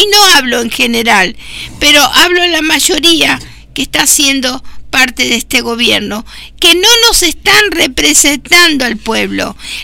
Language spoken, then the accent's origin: Spanish; Argentina; Republicano y federal. Somos argentinos. A eso se refiere cuando decimos República Argentina, con un gobierno democrático y federal, porque abarca desde el norte al sur, desde el este al oeste